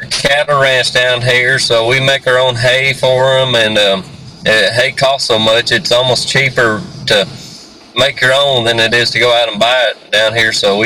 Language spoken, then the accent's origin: English; Selma, Texas, United States; also born or lived in San Antonio, Texas; now in Marion, United States; Born and raised in San Antone. Grew up in Selma. Had the farm since 91. And that's what we've been doing out here, was the cattle since 91. Of course, I was born in 97.